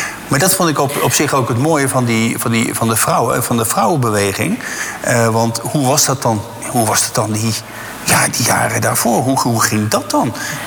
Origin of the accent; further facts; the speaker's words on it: Zwijndrecht, South Holland, Netherlands; born there; Dus ik ben in Zwijndrecht geboren.